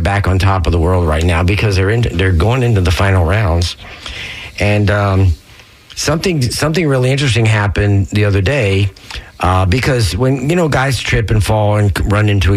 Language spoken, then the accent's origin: English; Tampa, Florida, United States; growing up in Florida or Tampa, whatever, you know, football's always been king here